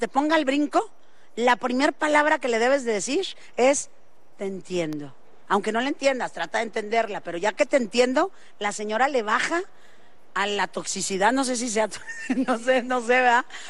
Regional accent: Monterrey, Nuevo León, Mexico; accent: norteño; soy norteña

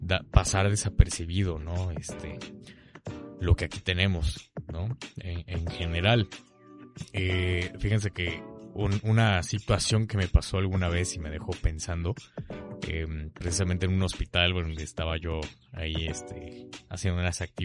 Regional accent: Mexico; como mexicanos hablamos español, pero bueno, nuestra lengua pues es otra, ¿no? O sea, el náhuatl

